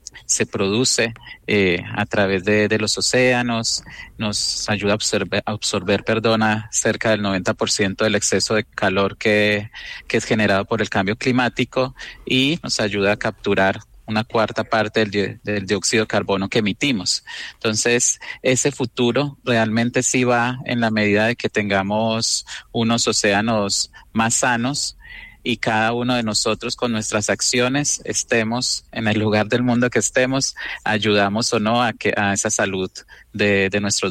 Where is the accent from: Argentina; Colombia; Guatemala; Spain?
Colombia; como colombianos también lo siento eso, país bioceánico